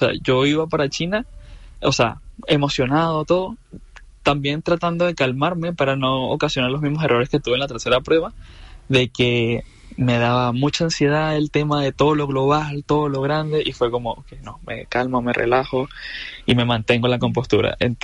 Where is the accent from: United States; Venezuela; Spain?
Venezuela; yo soy venezolano y tenía que tener el pasaporte